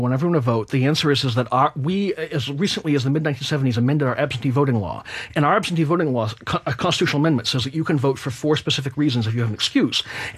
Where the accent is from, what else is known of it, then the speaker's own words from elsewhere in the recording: Linfield, United States; So I'm born and raised in Linfield. I grew up here.